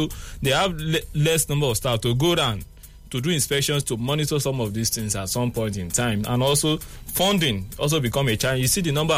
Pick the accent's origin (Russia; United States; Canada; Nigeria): Nigeria; as a Nigerian people.